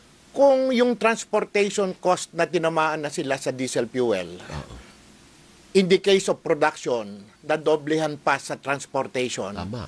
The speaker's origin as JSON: {"language": "Tagalog", "town": "Cuenca", "region": "Calabarzon", "country": "Philippines", "said": "The bakeries of Cuenca, so many years back is 1,250 bakers nang galing sa munting bayan namin."}